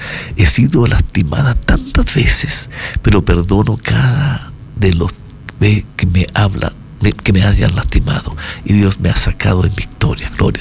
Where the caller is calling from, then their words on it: Mendoza, Argentina; de Argentina, Mendoza. Estoy muy mal espiritual.